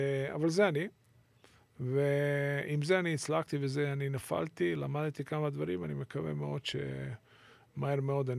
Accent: Serbia; Hebrew is a second language; אתה יודע, זופר הוא סרבי, ואני סרבי, והוא נשוי מרוקאית, אני נשוי מרוקאית

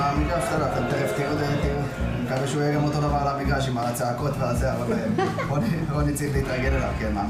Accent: Netanya, Central District, Israel; born there; אני גם נתניהתי, אני נולדתי פה, אני גר פה.

